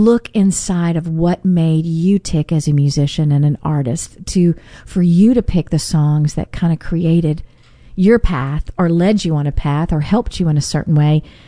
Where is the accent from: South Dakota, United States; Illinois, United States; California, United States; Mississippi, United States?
Mississippi, United States; I'm from South Mississippi.